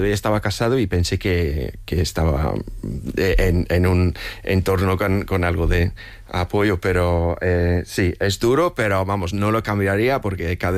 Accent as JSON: {"language": "Spanish", "country": "United Kingdom", "tie": "born there", "second_language": "Spanish", "moved": "yes", "said": "me afinca mucho en mi país natal"}